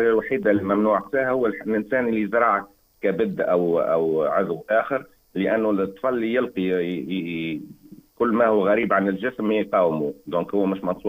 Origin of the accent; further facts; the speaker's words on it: Tunisia; عندنا في تونس نعرف في تونس